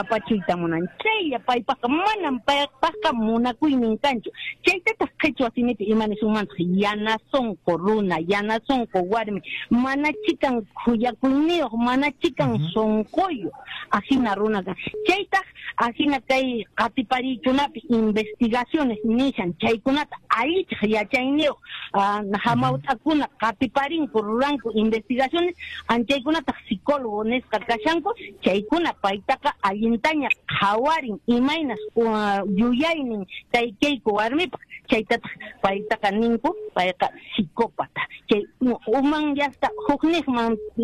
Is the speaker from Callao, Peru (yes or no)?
no; Puno, Peru; A ver, en quechua lo voy a explicar, señor Hernán, porque yo soy de Puno, entonces yo hablo perfectamente el quechua.